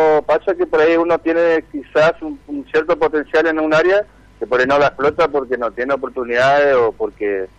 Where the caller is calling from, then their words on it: Resistencia, Chaco, Argentina; Soy de Resistencia